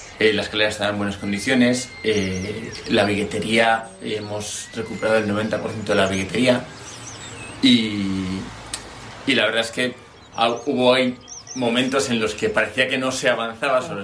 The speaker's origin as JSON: {"language": "Spanish", "town": "Santoña", "region": "Cantabria", "country": "Spain"}